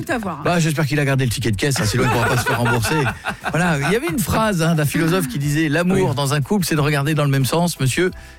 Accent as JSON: {"language": "French", "country": "France", "said": "chez nous en France"}